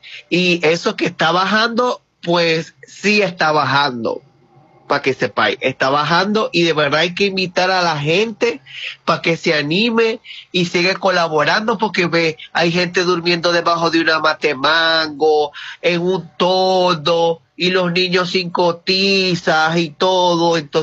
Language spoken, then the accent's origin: Spanish; Maracaibo, Zulia, Venezuela; accent: maracucho; Y bueno, como maracucho que soy, el acento se enmarca mucho más y es mucho más divertido para ellos, porque nunca habían escuchado nuestro acento maracucho.